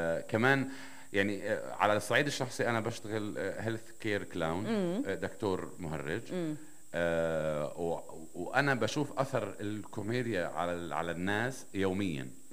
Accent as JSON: {"language": "Arabic", "town": "Nablus", "region": "West Bank", "country": "Palestine", "said": "كمان إحنا من نابلس يعني."}